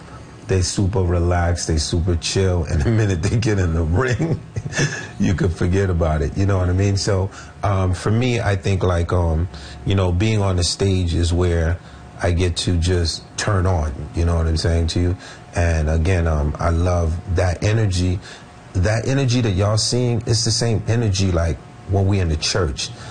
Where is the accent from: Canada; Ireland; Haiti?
Haiti; also born or lived in Brooklyn, United States; now in United States; Like, I came from Haiti. We moved to Brooklyn. We lived in like Marlboro Projects in Coney Island.